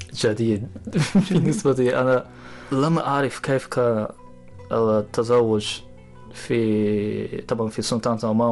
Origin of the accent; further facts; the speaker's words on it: Japan; Arabic is a second language; في اليابان ليس عندنا وقت لتعلم محادثة واستسمع ولكن في عمان طبعا كلنا أصحابي هم عمانيون